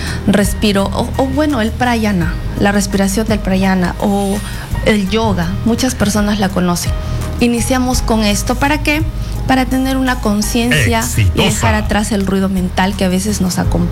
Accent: Arequipa, Peru; Yo soy de Arequipa

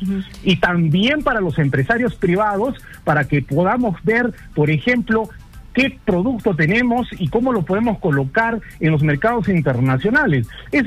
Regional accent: Peru; Somos peruanos

